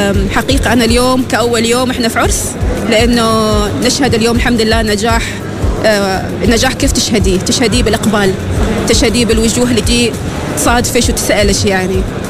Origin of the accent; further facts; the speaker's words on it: Oman; accent: Omani; إحنا كعمانيات